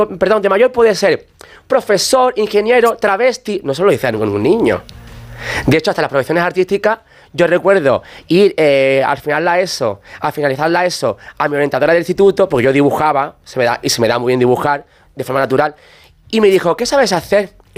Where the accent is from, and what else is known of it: Andalusia, Spain